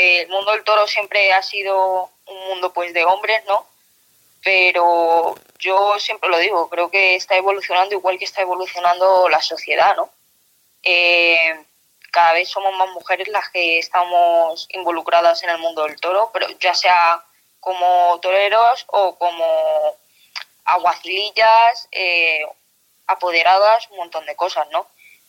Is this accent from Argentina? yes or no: no; Madrid, Community of Madrid, Spain; Pues bueno, yo soy madrileña